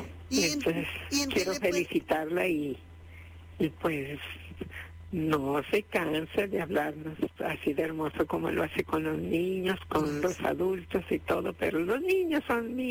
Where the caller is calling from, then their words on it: Tijuana, Baja California, Mexico; estoy llamando de Tijuana, del fraccionamiento Soler.